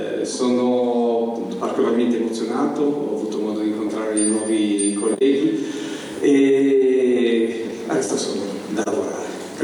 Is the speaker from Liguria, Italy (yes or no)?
yes; Liguria, Italy; In quanto ligure